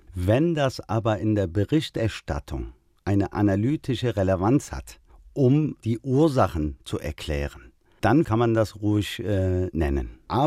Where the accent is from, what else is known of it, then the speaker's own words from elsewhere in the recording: Germany; mein Bundeskanzler ist Friedrich Merz, ich lebe hier, ich bin Deutscher.